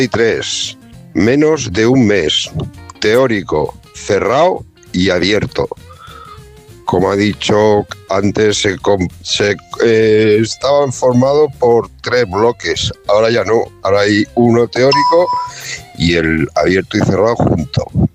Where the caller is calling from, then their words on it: Alicante, Valencian Community, Spain; Buenas noches. … de Alicante.